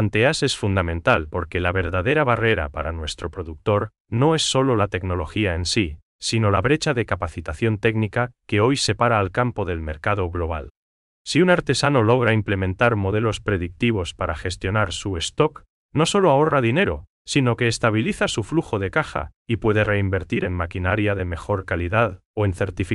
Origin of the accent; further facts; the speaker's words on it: Paraguay; esa esencia única que nos identifica como paraguayos